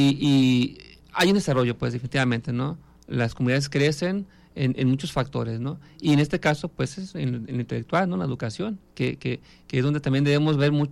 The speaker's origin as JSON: {"language": "Spanish", "region": "Jalisco", "country": "Mexico", "said": "los que somos de Tecomate"}